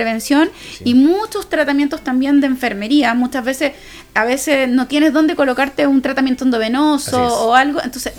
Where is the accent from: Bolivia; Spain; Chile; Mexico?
Chile; Arica, Arica y Parinacota; now in Santa Cruz, Chile; Yo soy de Arica y claramente llevo ya 18 años aquí en la región Santa Cruz